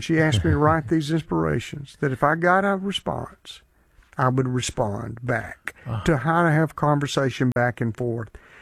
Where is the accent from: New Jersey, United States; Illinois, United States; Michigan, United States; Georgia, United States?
Georgia, United States; Griffin; born or raised there